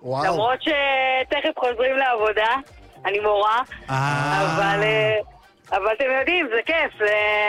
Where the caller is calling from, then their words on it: Hadera, Haifa District, Israel; אני מחדרה.